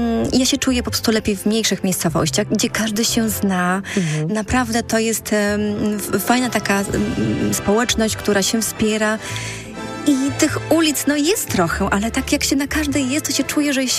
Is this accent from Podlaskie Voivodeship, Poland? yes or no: yes; Podlaskie Voivodeship, Poland; now in Łomża, Poland; ja pochodzę z bardzo małego miasteczka tak naprawdę pod Łomżą i mi zawsze jakoś było bliżej do tych małych miasteczek niż do tych większych miast